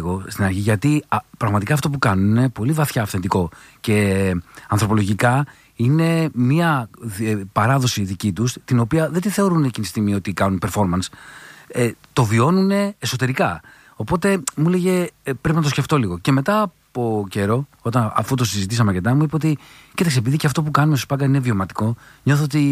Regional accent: Drama, Eastern Macedonia and Thrace, Greece; Εγώ μεγάλωσα στη Δράμα

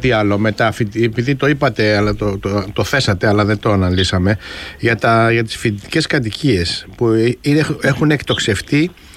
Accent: Chania, Crete, Greece; Ας πούμε, πάμε με τα Χανιά τώρα, την πατρίδα μου.

